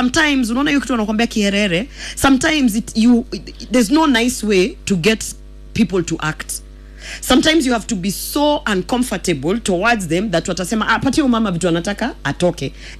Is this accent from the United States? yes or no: no; Kisii County, Kenya; I'm from Kisii County.